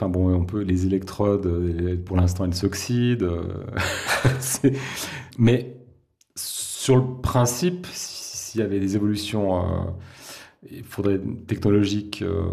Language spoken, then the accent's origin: French; Switzerland; Oui, mais on est suisse et on ne pèse rien.